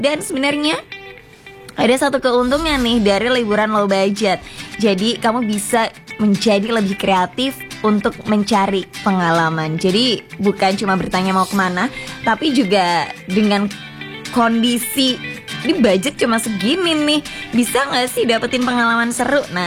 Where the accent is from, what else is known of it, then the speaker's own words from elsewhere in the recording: Kediri, East Java, Indonesia; Kalau di kota aku sendiri jujur, ya kita harus menempuh perjalanan 2 jam untuk bisa ke pantai karena Kediri gak punya pantai.